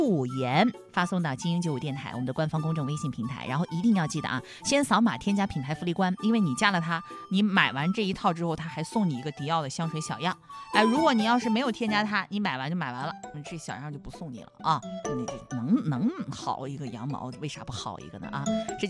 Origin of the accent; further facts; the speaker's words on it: Hunan, China; 我们湖南人